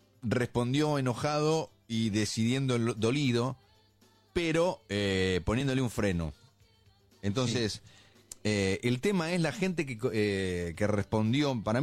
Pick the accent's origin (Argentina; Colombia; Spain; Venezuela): Argentina; hoy soy más argentino que ayer, yo también.